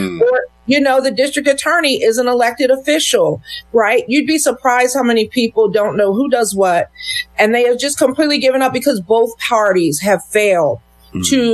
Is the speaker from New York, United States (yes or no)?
no; Montgomery County, Pennsylvania, United States; I'm from Montgomery County, mm-hmm. right? Mm-hmm. And it's beautiful. It's the second wealthiest county in the state